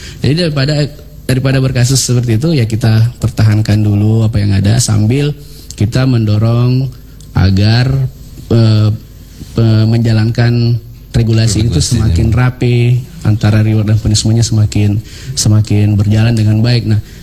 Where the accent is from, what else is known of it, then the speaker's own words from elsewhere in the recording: Makassar, South Sulawesi, Indonesia; kalau kita dulu mau keluar daerah dari saya dari Makassar mau ke ada event di Jawa atau keluar negeri